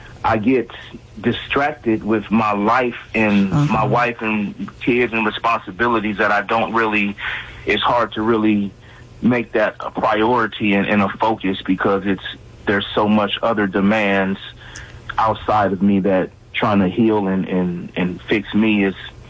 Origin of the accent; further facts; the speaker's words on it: California, United States; Yeah, I was diagnosed. I'm from California.